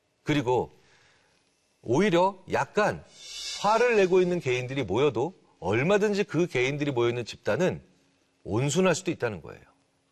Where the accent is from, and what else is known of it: South Korea